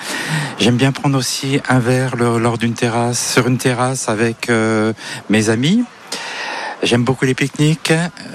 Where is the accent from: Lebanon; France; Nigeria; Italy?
France; Paris, Île-de-France; born there; je suis parisien de naissance.